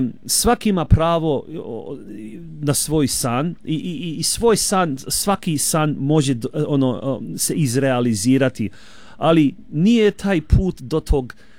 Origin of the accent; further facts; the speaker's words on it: Geelong, Victoria, Australia; ja sam iz Džilonga